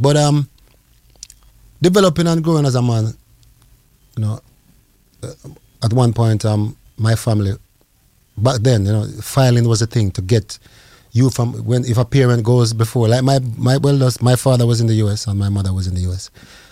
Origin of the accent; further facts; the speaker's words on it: Jamaica; born there; moved away as an adult; when I came from Jamaica, I left and went straight into the ghetto.